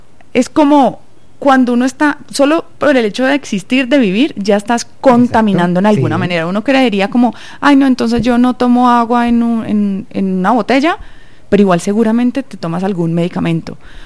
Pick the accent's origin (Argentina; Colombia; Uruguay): Colombia; Cali, Valle del Cauca; Bueno, nosotros pues somos caleños, no sé si lo han notado.